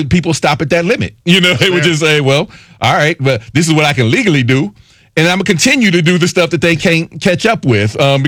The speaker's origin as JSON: {"language": "English", "region": "Ohio", "country": "United States", "said": "I'm from Ohio"}